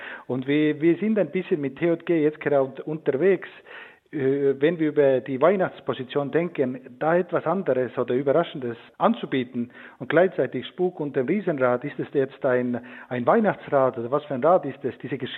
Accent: Estonia; now in Germany

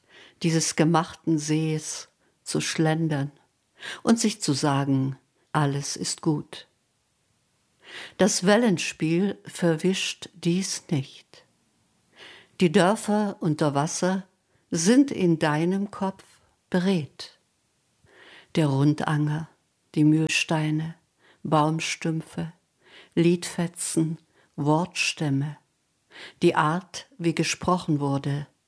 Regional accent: Schönau, Saxony, Germany; also born or lived in Zerna; Ich bin in Zerna geboren, aufgewachsen in Schunow-Gonnitze, in Schönau, Kunewitz.

